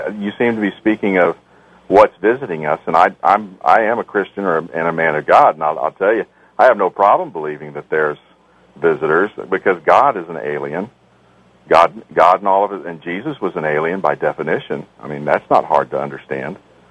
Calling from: Texas, United States; I'm calling from South Texas.

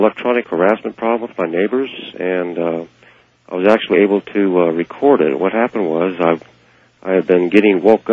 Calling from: Nevada, United States; from Nevada.

